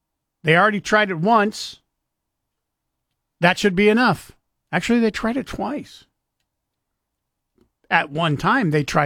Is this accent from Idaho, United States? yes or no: yes; Moscow, Idaho, United States; born there; now in Treasure Valley, United States; I was born in Moscow.